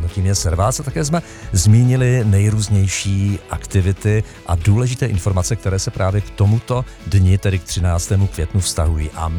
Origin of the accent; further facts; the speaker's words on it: Olomouc, Olomouc Region, Czechia; Stejně tak já vzpomínám na Olomouc, na mé rodné město, když jsme chodili na základní školu